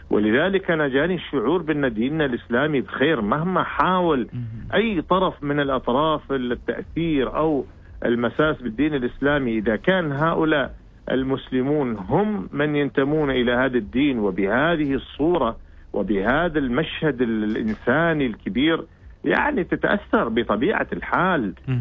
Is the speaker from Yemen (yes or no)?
no; Oman